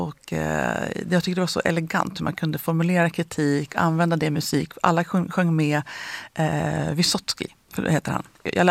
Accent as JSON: {"language": "Swedish", "town": "Frösön", "region": "Jämtland County", "country": "Sweden", "said": "Jag är ju från Frösön"}